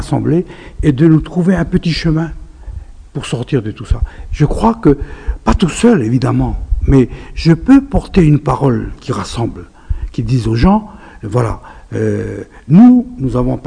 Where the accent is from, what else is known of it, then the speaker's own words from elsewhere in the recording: Tiga, Loyalty Islands Province, New Caledonia; born there; je suis né à Tiga, dans une petite île, et je suis venu à Nouméa.